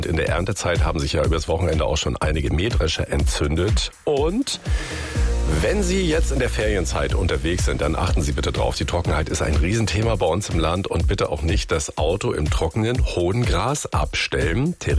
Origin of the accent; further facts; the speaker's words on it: Grimmen, Mecklenburg-Vorpommern, Germany; dann kam mir in meiner Heimatstadt Grimm die Feuerwehr entgegen